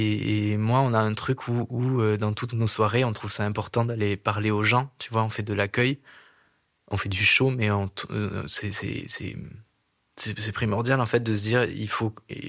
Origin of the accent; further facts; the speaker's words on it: Saint-Santin, Occitanie, France; J'ai grandi à Saint-Santin, enfin, même le hameau Maspourquet, en fait